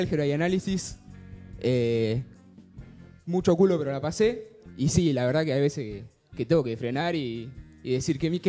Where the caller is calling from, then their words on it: Saladillo, Buenos Aires Province, Argentina; soy de Saladillo, provincia de Buenos Aires.